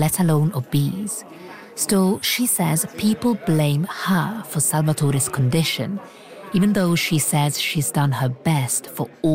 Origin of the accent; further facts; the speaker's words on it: Rome, Lazio, Italy; even though I'm from Rome, I have not seen anywhere in the world quite like Naples.